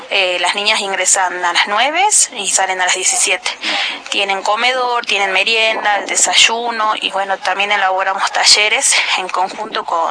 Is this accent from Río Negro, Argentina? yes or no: no; Jujuy, Argentina; tanto como argentino como jujeños.